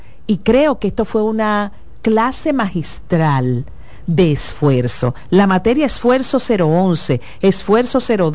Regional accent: Dominican Republic

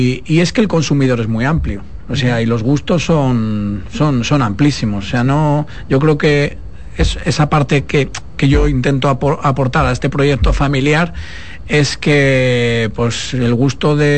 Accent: Spain; con nuestro estilo de España

